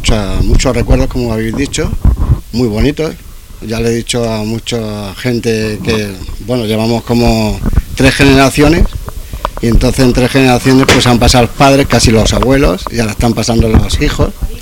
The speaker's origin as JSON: {"language": "Spanish", "town": "Villena", "region": "Valencian Community", "country": "Spain", "said": "Somos de Viena."}